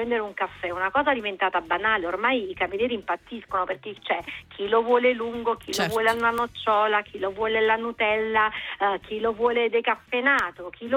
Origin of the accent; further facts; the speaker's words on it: Naples, Campania, Italy; Io sono napoletana